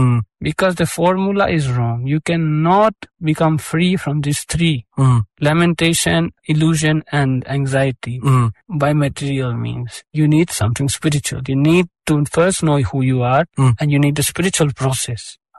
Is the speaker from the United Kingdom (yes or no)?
no; Spain; English is a second language; Just like I'm from Spain, we could have so many people here from so many countries